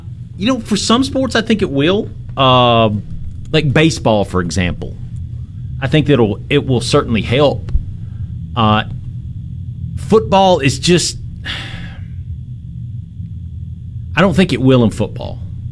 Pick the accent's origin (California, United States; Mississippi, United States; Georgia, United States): Mississippi, United States; where I'm from North Mississippi